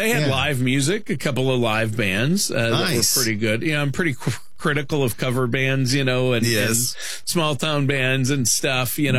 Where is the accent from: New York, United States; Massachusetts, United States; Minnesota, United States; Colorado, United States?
Minnesota, United States; Worthington; my hometown of Worthington, Minnesota, was the turkey capital of the self-proclaimed turkey capital of the world